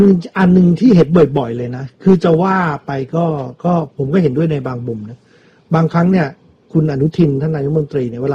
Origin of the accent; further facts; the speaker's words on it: Bangkok, Thailand; เอาตรงๆผมไม่รู้จริงผมเด็กกรุงเทพนะ